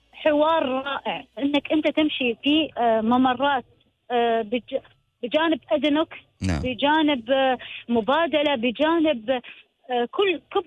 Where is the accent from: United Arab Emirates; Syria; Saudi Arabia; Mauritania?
United Arab Emirates; هنا عندنا في الإمارات